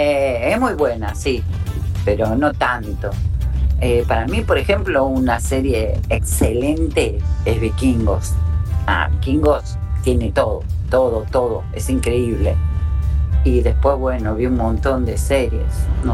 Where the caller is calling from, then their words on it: Castelar, Buenos Aires Province, Argentina; de Castelar.